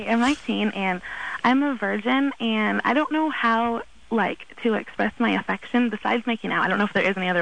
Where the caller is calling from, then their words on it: Yorba Linda, California, United States; I'm from Yorba Linda